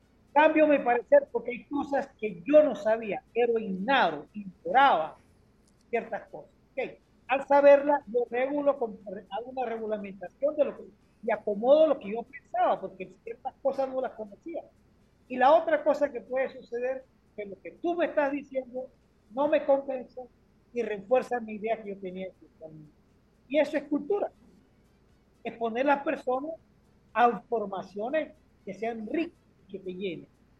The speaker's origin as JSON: {"language": "Spanish", "town": "Santiago de Veraguas", "region": "Veraguas", "country": "Panama", "tie": "born or raised there", "also_born_or_lived": "Rome / Florence", "moved": "yes", "said": "Yo soy un sobreviviente, porque yo nací en Santiago de Veragua, donde no había escuela de Bellas Artes."}